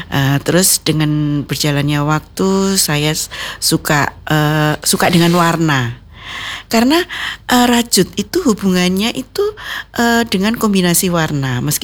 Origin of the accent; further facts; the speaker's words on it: Magelang, Central Java, Indonesia; Saya kan aslinya Magelang.